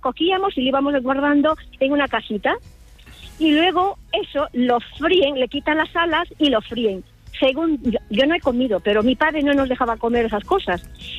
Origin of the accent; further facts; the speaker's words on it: Yurimaguas, Loreto, Peru; now in Spain; Yo soy peruana, llevo aquí en España como 40 años, pero... Sí. En mi pueblo, en Yurimaguas, la selva amazónica de Perú, departamento de Loreto, y nuestra capital es Iquitos.